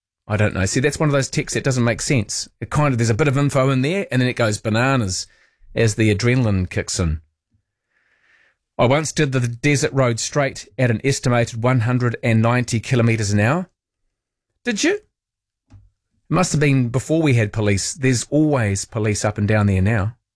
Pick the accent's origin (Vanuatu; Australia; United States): Vanuatu; I have never bungee jumped, but I grew up in Vanuatu and witnessed the Pentecost jump.